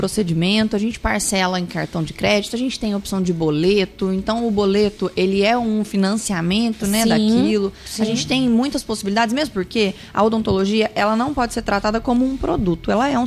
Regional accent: Minas Gerais, Brazil; now in Itapetininga, Brazil; a gente é mineiro, evidentemente.

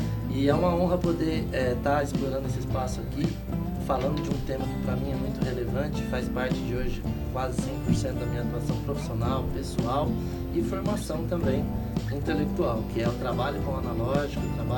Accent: Ubatuba, São Paulo, Brazil; now in Pindamonhangaba, Brazil; Eu sou de Ubatuba, né? Natural de lá.

